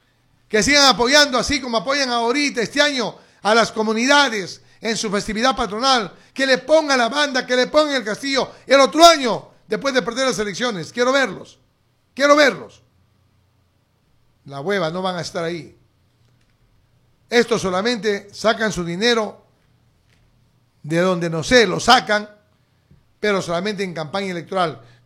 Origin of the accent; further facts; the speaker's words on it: Jamalca, Amazonas, Peru; Yo trabajo pensando en mi pueblo de Jamalca, que confío en mí y que las obras no deben detenerse y deben continuar por el bienestar de todos los jamalquinos.